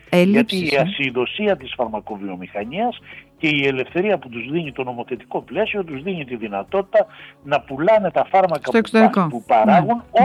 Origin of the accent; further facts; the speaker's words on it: Vasiliki, Greece; το χωριό της Βασιλικής, το οποίο έχω και μια ιδιαίτερη συναισθηματική αξία, γιατί εκεί μεγάλωσα εγώ, στη Βασιλική.